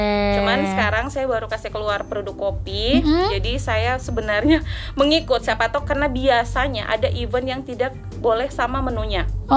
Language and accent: Indonesian; Pohara, Southeast Sulawesi, Indonesia; karena saya asli Pohara.